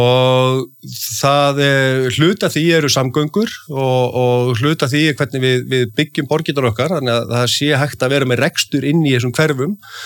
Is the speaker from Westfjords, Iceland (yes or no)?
no; Reykjavík, Capital Region, Iceland; ég er alinn upp í Breiðholtinu og þetta er allt frábær hverfi.